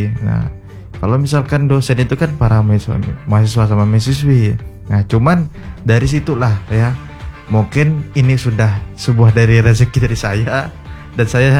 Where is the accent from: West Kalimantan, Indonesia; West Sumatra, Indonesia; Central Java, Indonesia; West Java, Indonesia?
West Kalimantan, Indonesia; Sintang; saya, Kak, karena berasal dari Sintang lah ya. Karena Sintang ini kan, bahkan wilayah Kalimantan Barat ini, Sintang termasuk regional 3T.